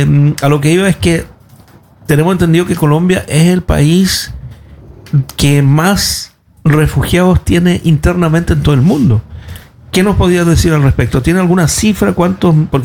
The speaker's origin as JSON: {"language": "Spanish", "town": "Fredrikstad", "region": "Østfold", "country": "Norway", "said": "Fredrikstad, donde yo vengo"}